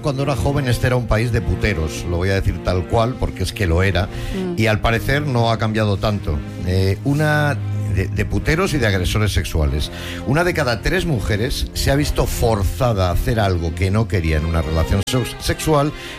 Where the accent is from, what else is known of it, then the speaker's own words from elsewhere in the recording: Italy; Pero yo sin, vengo de Italia, sin que disimulo, que no existe, lleno de lucecitas sorteras.